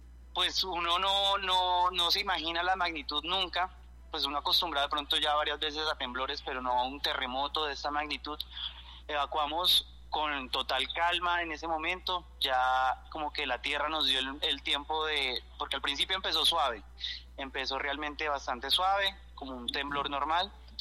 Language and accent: Spanish; Llanos Orientales, Colombia; moved away as an adult; now in Cali, Colombia; las personas que somos de allá, que somos llaneros, que estamos acá en este momento en Cali